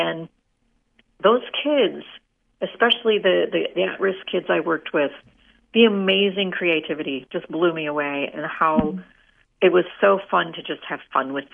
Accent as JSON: {"language": "English", "town": "Winona", "region": "Minnesota", "country": "United States", "tie": "born or raised there", "also_born_or_lived": "Chicago, United States / Denver, United States", "moved": "as an adult", "said": "I grew up in Winona, Minnesota, and then I left right after high school because I just wanted to get out in the world and spent time overseas"}